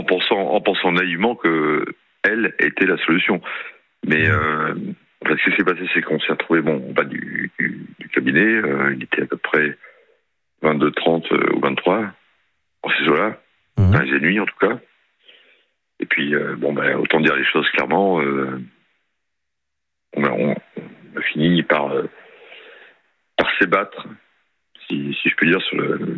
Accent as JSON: {"language": "French", "town": "Pau", "region": "Nouvelle-Aquitaine", "country": "France", "said": "Sachant que moi je suis de Pau"}